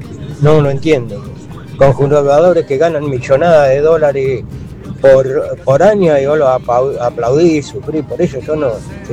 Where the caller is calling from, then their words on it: Bahía Blanca, Buenos Aires Province, Argentina; acá en Bahía Blanca ya sabés todo lo que pasó